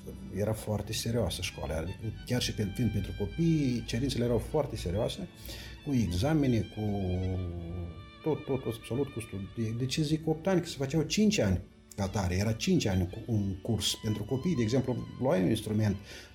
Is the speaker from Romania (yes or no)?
no; Moldova; Perioada când am copilărit eu în Basarabia, eram încă, atunci era Imperiul Sovietic, era Imperiul Uniunea Sovietică